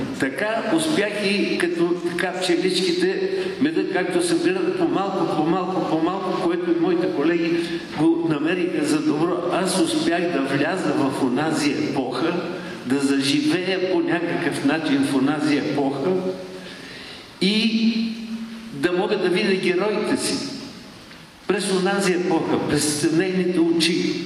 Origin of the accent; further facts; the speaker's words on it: Sofia, Sofia City, Bulgaria; Аз като стар софиянец